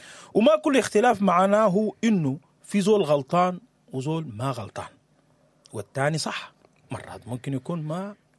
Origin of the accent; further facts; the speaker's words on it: Sudan; السودانيين بنحب الكلمة